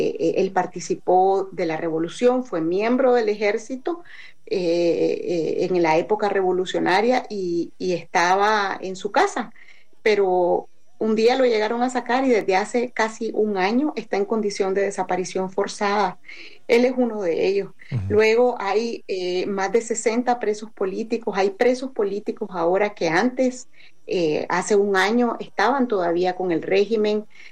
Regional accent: Nicaragua; moved away as an adult

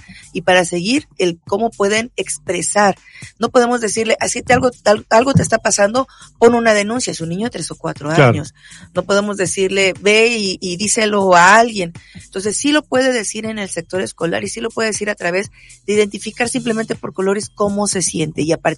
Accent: Mexico; now in United States

